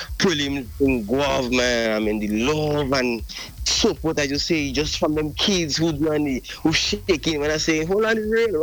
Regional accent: Gouyave, Saint John, Grenada; I'm from Guavis in St. John, but I reside at Mount Granby, also in St. John.

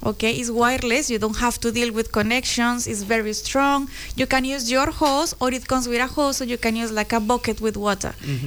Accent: Colombia; Of course, people, remember, we are Expo Novelty from Colombia, okay? We are the Colombians that were here sometimes, a couple times before

